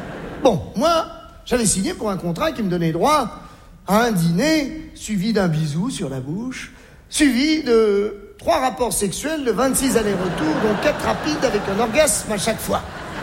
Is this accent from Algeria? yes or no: yes; Algeria; born there; Je suis né en Algérie.